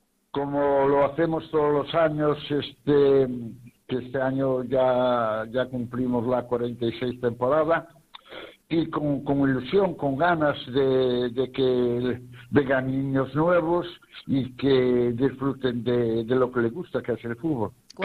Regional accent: Redondela, Galicia, Spain; Y yo también, como soy un amante de mi pueblo y sabes que Redondela, hay muchas actividades lúdicas y de cultura y de todo eso.

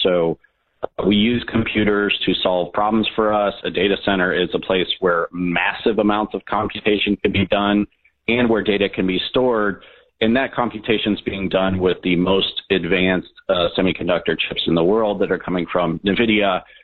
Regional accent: Ohio, United States; So I remember growing up in Northeast Ohio, there was this idea of energy production that would be coming there. And this was very exciting in Northeast Ohio

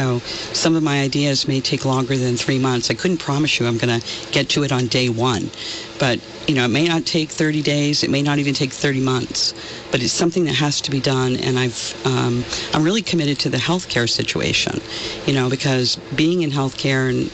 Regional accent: Vermont, United States; moved away as an adult; I grew up in Vermont and grew up, you know, I graduated from Fairfax, lived in Burlington, I've lived in Walden, I've lived in Ludlow, lived in Fairfield.

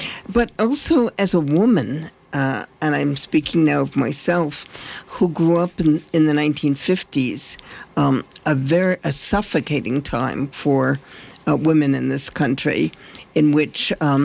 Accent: Albuquerque, New Mexico, United States; born there; also born or lived in New York City; I grew up here in Albuquerque, and I really do consider Albuquerque and New Mexico my home. I was born in New York City. My family took a trip in 1947 around the country looking for a new home.

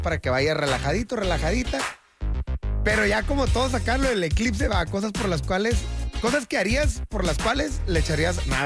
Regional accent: Mexico; Charlie, somos mexicanos y todos andan con las compras de último momento de los útiles.

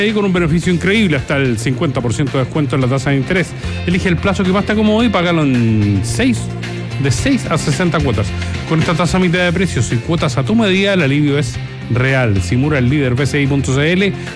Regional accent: Talagante, Santiago Metropolitan Region, Chile; Yo soy de Talagante.

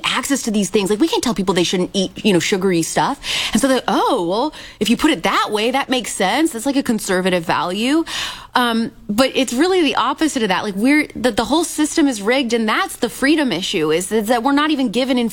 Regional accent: Midwest, United States; I'm from the Midwest.

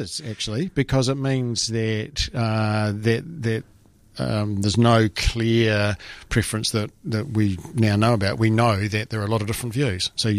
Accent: New Zealand; my heart burst just as a Kiwi watching him

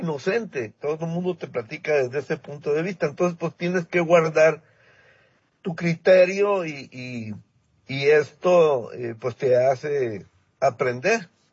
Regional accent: Ensenada, Baja California, Mexico; soy de Ensenada, aquí es Puerto

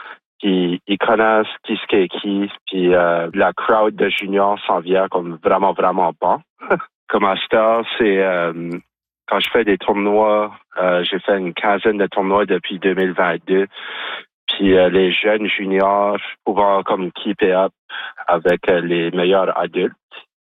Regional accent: Moncton, New Brunswick, Canada; quand j'étais jeune, j'ai grandi à Moncton.

